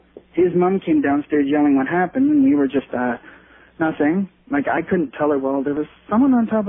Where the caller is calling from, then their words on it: London, Ontario, Canada; from London, Ontario, Canada.